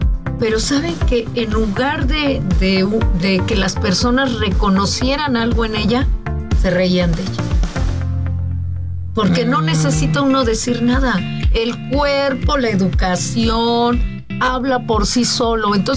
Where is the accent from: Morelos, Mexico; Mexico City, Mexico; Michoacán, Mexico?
Mexico City, Mexico; born there; De Coyoacán. Yo nací en Coyoacán.